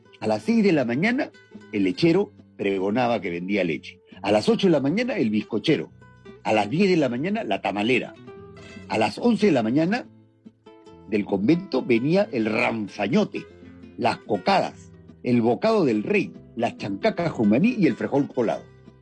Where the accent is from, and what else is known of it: Lima, Peru